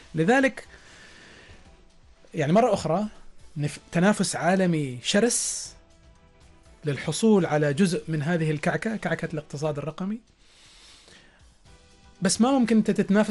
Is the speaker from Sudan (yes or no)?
no; Oman; عندنا في عمان